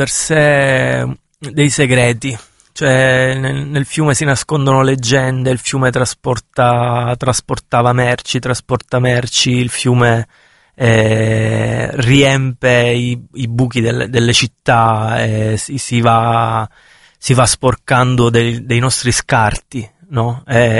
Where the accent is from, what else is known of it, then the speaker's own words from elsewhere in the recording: Misilmeri, Sicily, Italy; Nel mio paese, che è Misilmeri, in provincia di Palermo